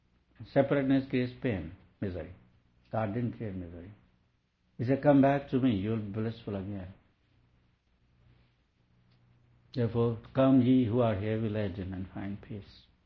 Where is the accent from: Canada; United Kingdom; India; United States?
India